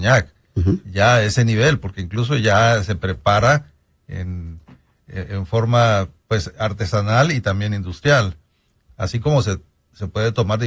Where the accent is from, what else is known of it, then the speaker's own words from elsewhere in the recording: Uruapan, Michoacán, Mexico; now in Guadalajara, Mexico; De Michoacán, sí, de Uruapan, Michoacán, y actualmente vivimos en Guadalajara.